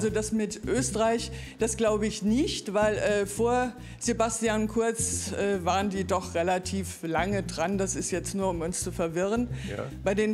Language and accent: German; Kirchberg, Rhineland-Palatinate, Germany; Ich komme aus Kirchberg im Hunsrück.